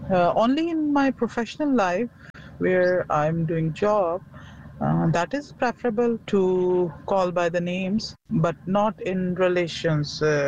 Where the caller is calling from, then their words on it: Islamabad, Islamabad Capital Territory, Pakistan; I am from Pakistan. City is Islamabad.